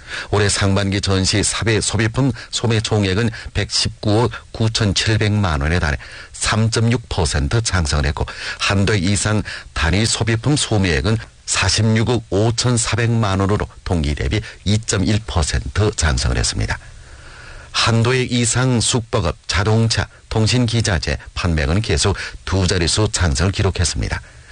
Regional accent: Yanji, Jilin, China; 저는 연길에서 왔는데 이번이 두 번째 방문입니다.

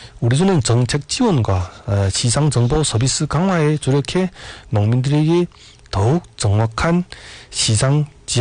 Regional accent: Yanbian, Jilin, China

